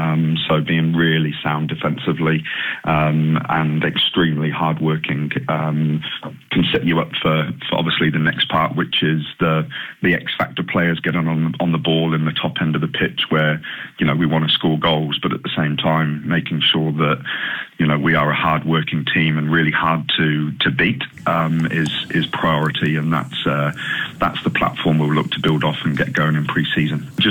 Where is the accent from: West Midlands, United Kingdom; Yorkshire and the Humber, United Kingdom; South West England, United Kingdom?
West Midlands, United Kingdom; born there; moved away; Well, I was born in just outside Birmingham